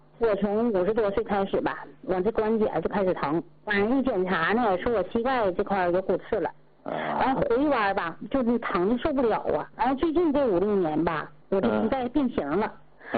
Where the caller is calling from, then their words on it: Shenyang, Liaoning, China; 我家沈阳的。